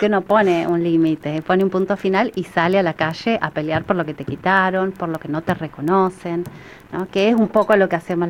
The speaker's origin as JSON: {"language": "Spanish", "region": "Santa Cruz", "country": "Argentina", "tie": "born or raised there", "said": "yo me crié, bueno, en Santa Cruz, por supuesto, y fui toda mi vida a una sola escuela, a María Auxiliadora."}